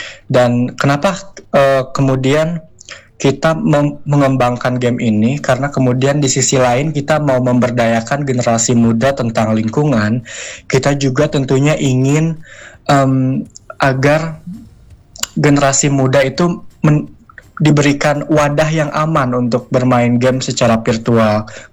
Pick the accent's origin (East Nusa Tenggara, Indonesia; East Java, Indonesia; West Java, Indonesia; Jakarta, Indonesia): West Java, Indonesia; Garut; moved away as an adult; now in Bandung, Indonesia; Saya asli dari Garut.